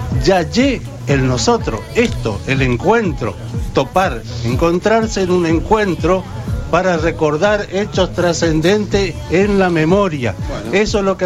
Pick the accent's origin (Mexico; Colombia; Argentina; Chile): Argentina; Paso de los Libres, Corrientes; de Paso de los Libres Corrientes.